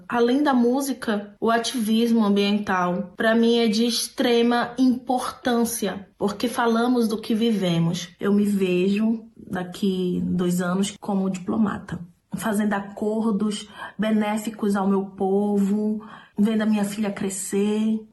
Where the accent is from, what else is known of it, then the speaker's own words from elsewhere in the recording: Santarém, Pará, Brazil; moved away as an adult; now in Finland; sou natural de Santarém do Pará e hoje em dia moro na Finlândia.